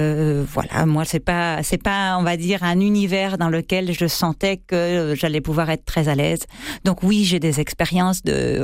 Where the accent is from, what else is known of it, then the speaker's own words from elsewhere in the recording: France; moved away as an adult; au début, j'étais cataloguée comme la petite française, et puis petit à petit, j'avais tellement bien travaillé mon italien qu'on n'entendait plus mon accent, donc je pouvais jouer le rôle d'italienne.